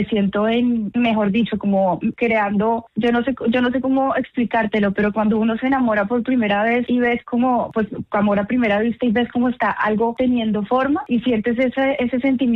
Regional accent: Bogotá, Colombia; yo soy de Bogotá, es la primera vez que vengo acá.

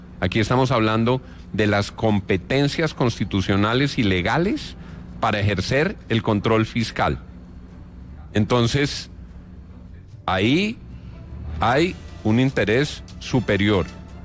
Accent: Colombia; se lo digo como colombiano.

